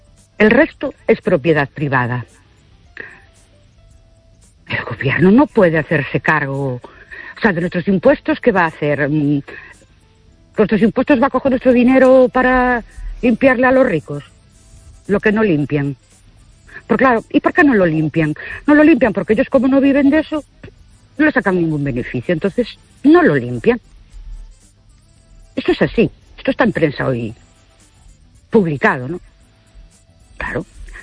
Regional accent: Ourense, Galicia, Spain; Perdón, buenas noches. … de Ourense.

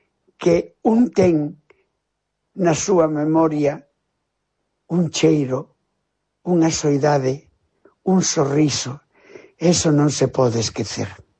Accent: Galicia, Spain; eu, dende lonxe da terra, sempre penso que son galego todo ano.

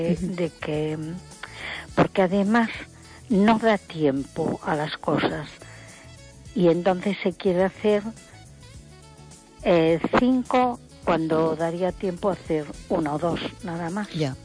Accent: A Coruña, Galicia, Spain

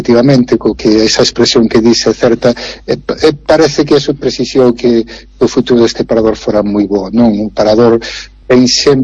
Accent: Galicia, Spain; A partir de aí empezou unha nova trayectoria profesional sempre da miña terra, co que son un afortunado dentro da rede de directores de paradores

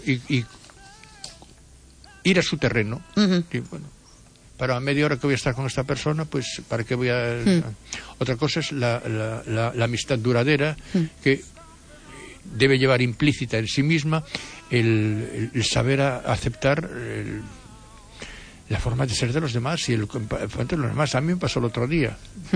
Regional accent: Spain; ¿La llevo de España? Porque soy español.

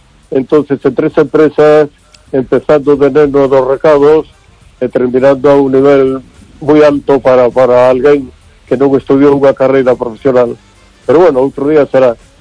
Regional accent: Vigo, Galicia, Spain

